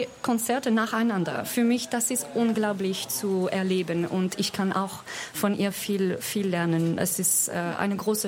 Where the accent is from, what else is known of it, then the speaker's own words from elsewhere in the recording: southern France, France; Ja. Und das ist eigentlich sehr schön, weil ich komme aus Südfrankreich und es ist dort extrem warm.